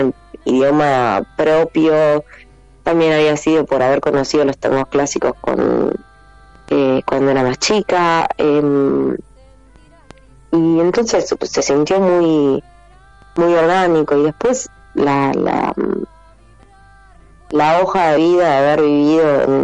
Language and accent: Spanish; Luján, Buenos Aires Province, Argentina; moved away as an adult; also born or lived in Berlin / Barcelona; now in Buenos Aires, Argentina; durante 5 años viví en Berlín. También casi 2 viví en Barcelona. Así que, sí, bueno, desde que me fui de Luján, cuando terminé en el colegio secundario, hasta ahora, la mayoría del tiempo viví acá en Buenos Aires